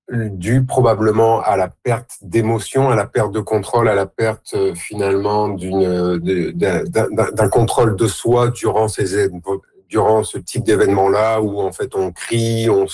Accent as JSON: {"language": "French", "country": "France", "lives_now": "Canada", "said": "moi, en tant que Français"}